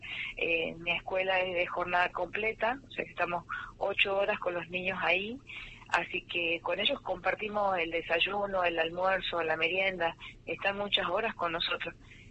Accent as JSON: {"language": "Spanish", "town": "Monteros", "region": "Tucumán", "country": "Argentina", "moved": "as an adult", "lives_now": "Tafí del Valle, Argentina", "said": "Soy de Monteros, pero hace 20 años que estoy trabajando en la zona de Tafí del Valle."}